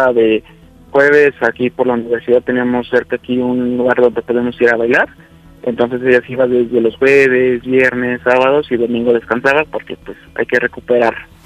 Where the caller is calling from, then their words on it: Puebla, Mexico; Tengo 24 años y soy de la ciudad de Puebla.